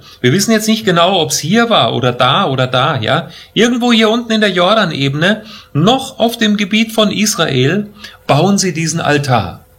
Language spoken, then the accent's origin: German; Germany; wir als Deutsche.